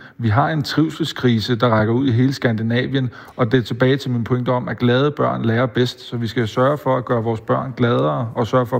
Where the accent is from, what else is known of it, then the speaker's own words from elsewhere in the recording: Køge, Zealand, Denmark; jeg er jo fra Køge, så jeg er jo født optimist